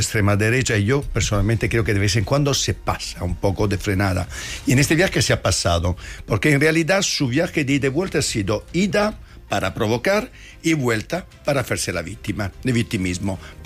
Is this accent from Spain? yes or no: yes; Madrid, Community of Madrid, Spain; Es una vergüenza, lo digo como madrileño.